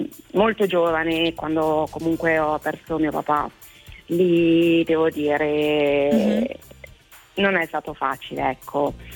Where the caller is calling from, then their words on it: Lombardy, Italy; Io vi chiamo da Trigliano, che è in provincia di Milano.